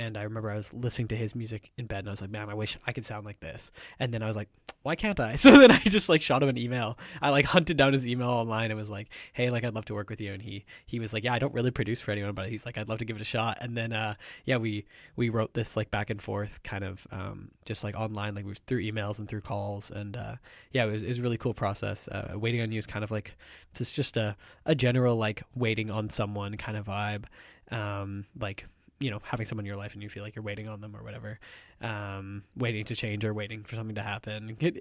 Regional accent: Winnipeg, Manitoba, Canada; As Cooper said, I'm also from Treaty One Territory, born and raised in Winnipeg. I'm an Anishinaabe artist

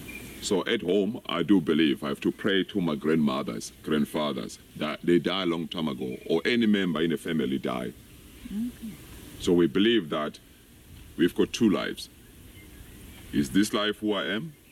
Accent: South Africa; So Ndebele, Swazi, Zulu, and Xhosa, all four, we fall under one group. We call ourselves Nguni people.

